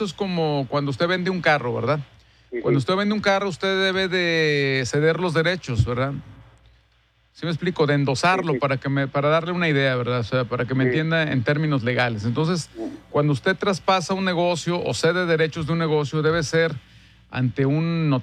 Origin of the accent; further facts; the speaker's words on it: Mexico; ¿Por qué somos así los mexicanos cuando se nos viene una bronca?